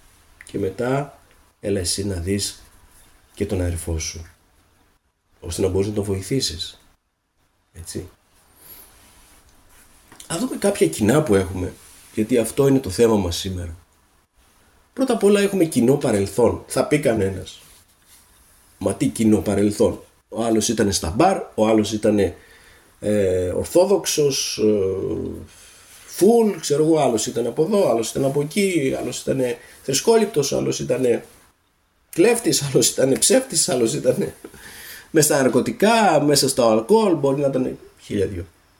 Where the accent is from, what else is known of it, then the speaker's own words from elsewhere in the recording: Greece; Σαν Έλληνες έχουμε κάποια κοινά μεταξύ μας.